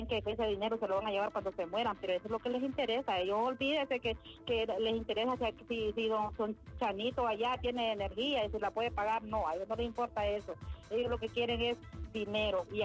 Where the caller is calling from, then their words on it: Honduras; yo como hondureña